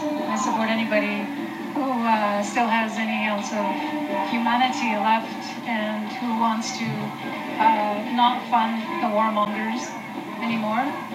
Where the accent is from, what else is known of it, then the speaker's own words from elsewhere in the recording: Kanesatake, Quebec, Canada; I'm from the Kanyakahaga community, Ganasagage, which is north of Montreal, and I'm Turtle Pond.